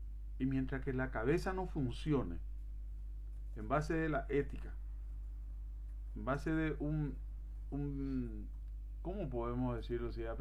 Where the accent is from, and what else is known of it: Paraguay